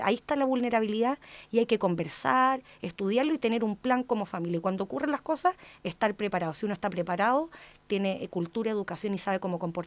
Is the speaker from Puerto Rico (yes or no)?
no; Chile